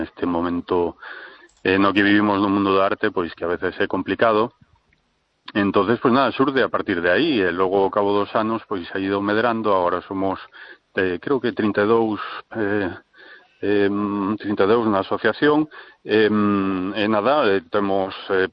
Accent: Vigo, Galicia, Spain

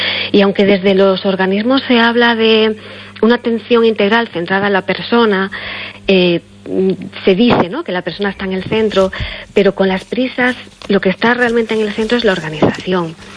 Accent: Galicia, Spain

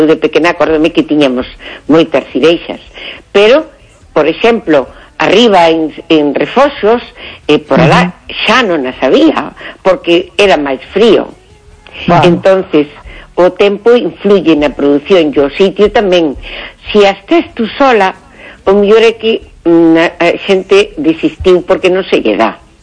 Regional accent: Freixo de Deva, Galicia, Spain; Son de Freixo de Deva, un pobo precioso, precioso.

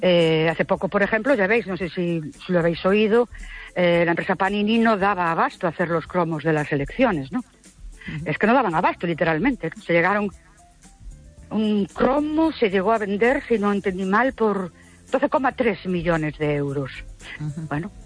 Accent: Ourense, Galicia, Spain; Buenas noches … de Ourense.

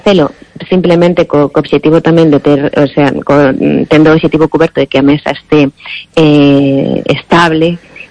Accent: Laracha, Galicia, Spain; inspiradas no Castro de Montes Claros, o lugar onde eu son, de Laracha, están concretamente na parroquia de Vilaño

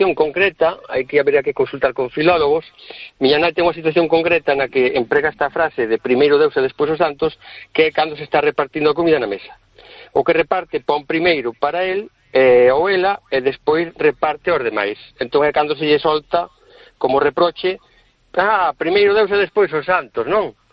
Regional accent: Quiroga, Galicia, Spain

